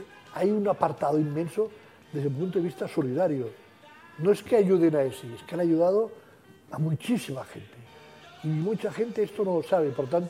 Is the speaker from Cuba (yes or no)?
no; Coma-ruga, Catalonia, Spain; Yo soy de Comarruga